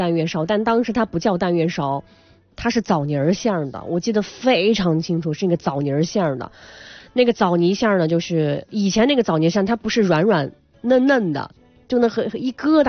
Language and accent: Chinese; Shanxi, China; 你得尝一下咱山西的月饼好不好。